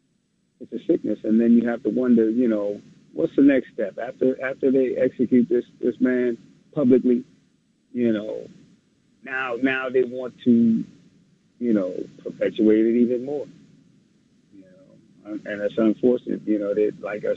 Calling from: New York, United States; I'm calling from Queens.

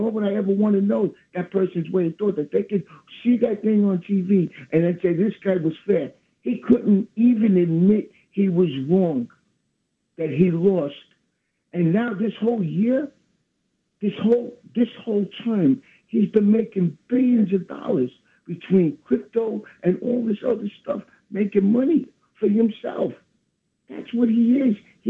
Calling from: New York City, New York, United States; from Brooklyn.

